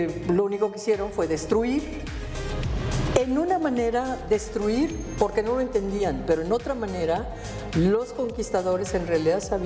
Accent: Mexico

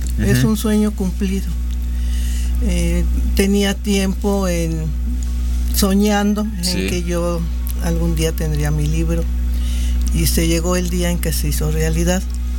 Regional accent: San Luis Potosí, Mexico; Yo soy del barrio de Tlaxcala, el primer barrio de la ciudad de San Luis Potosí.

